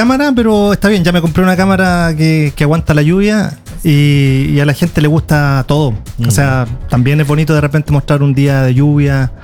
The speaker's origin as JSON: {"language": "Spanish", "town": "Concepción", "region": "Biobío", "country": "Chile", "also_born_or_lived": "Iceland", "moved": "as an adult", "lives_now": "Oslo, Norway", "said": "soy de Chile, vengo de una ciudad que se llama Concepción y hace 25 años nos fuimos a vivir a Islandia."}